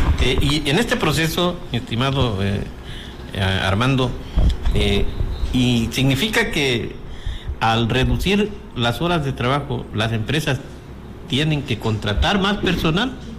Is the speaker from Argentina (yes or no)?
no; Mexico; aquí en México